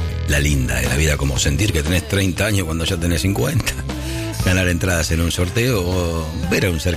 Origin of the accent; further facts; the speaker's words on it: Argentina; Este país tiene los cuatro climas. Somos Argentina, los mejores del mundo.